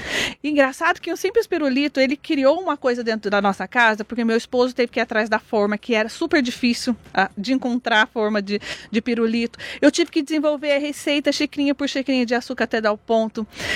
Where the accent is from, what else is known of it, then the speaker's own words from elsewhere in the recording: Minas Gerais, Brazil; como boa mineira, né?